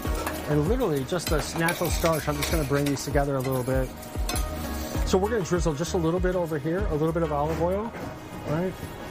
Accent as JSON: {"language": "English", "country": "United States", "tie": "born or raised there", "said": "Because I grew up in America, you know, non lo prendo per scontato."}